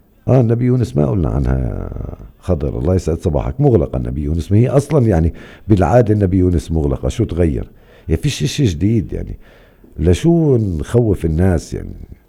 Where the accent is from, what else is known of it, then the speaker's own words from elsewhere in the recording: West Bank, Palestine; إحنا كفلسطينيين